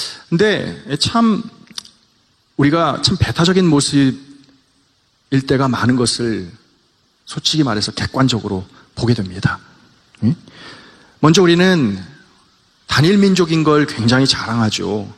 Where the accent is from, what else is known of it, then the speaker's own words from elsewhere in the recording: South Korea; now in Los Angeles, United States; 저는 2세니까요. 저는 뭐 초등학교 때 와서 한국말 잘 몰라요.